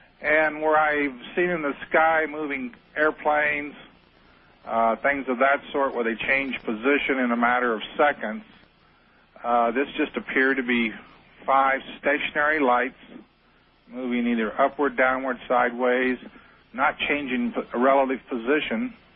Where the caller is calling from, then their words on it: Phoenix, Arizona, United States; I'm in Phoenix.